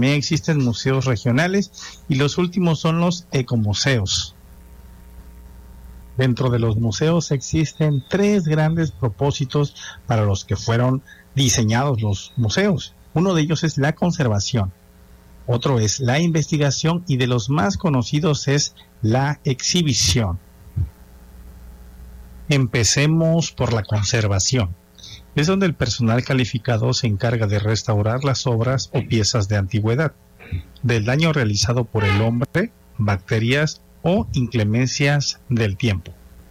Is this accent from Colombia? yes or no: no; Mexico; Es algo de lo que podemos estar orgullosos como mexicanos y mexicanas.